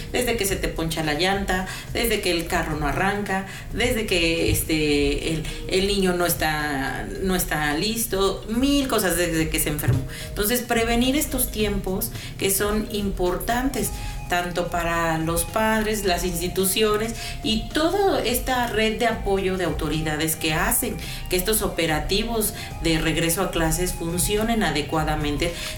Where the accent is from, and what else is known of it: Mexico